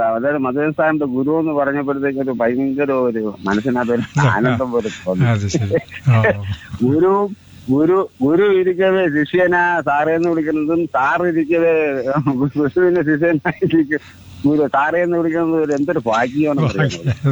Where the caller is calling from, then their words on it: Azhikode, Kerala, India; ഞാൻ അഴീക്കോട് നിന്നാണ്.